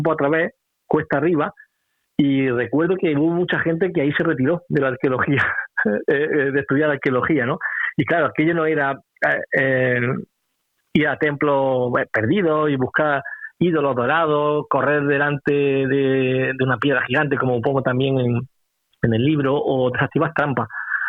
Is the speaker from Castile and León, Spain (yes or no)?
no; Jaén, Andalusia, Spain; a mi tierra, a Jaén